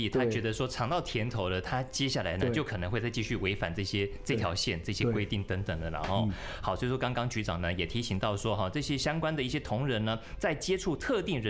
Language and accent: Chinese; Taiwan; 我们台湾人讲求人情味